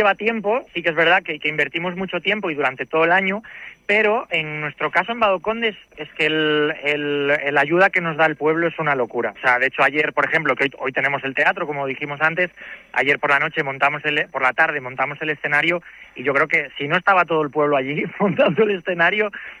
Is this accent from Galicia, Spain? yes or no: yes; Vigo, Galicia, Spain; moved away as an adult; now in Castile and León, Spain; yo soy de Vigo, llevo un añito, 2 años ya en el pueblo